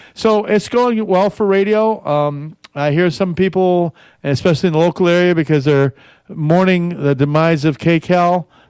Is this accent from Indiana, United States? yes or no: no; Oelwein, Iowa, United States; And a big salute to my hometown radio station in Olwine, Iowa, KOEL.